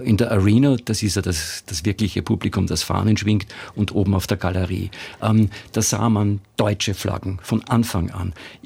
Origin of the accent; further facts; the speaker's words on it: Austria; Das kann man mitsingen, auch als Österreicher.